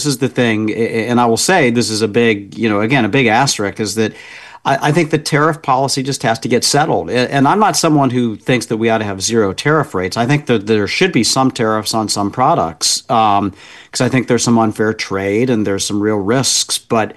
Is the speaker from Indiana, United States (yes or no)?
yes; Indiana, United States; moved away; I was just back in my home state of Indiana